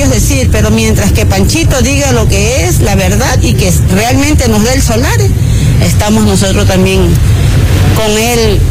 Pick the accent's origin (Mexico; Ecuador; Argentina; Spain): Ecuador; La Libertad, Santa Elena; born there; nosotros los libertenses, porque somos nacidos aquí de Libertad